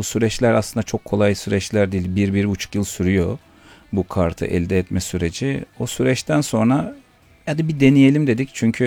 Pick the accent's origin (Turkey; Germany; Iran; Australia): Turkey; Istanbul; now in United States; İstanbulluyum ben de.